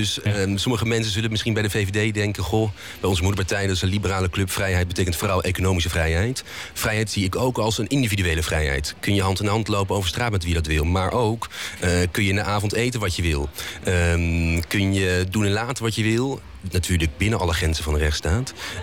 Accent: Heino, Overijssel, Netherlands; Ik kom uit Heino, heel mooi, klein dorp bij Zwolle.

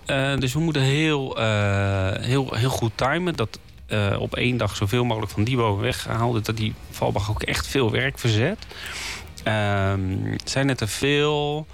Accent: Netherlands; Want we gebruiken heel veel hout als Nederlanders, ongeveer een kubieke meter per jaar, voor allerlei zaken.

